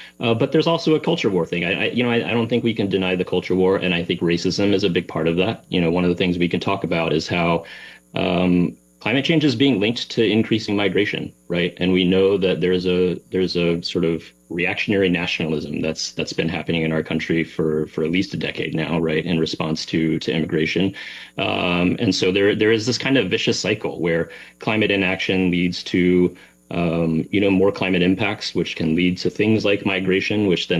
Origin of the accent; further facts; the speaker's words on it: North Carolina, United States; thinking about growing up in North Carolina, it used to snow there regularly every winter when I was a kid.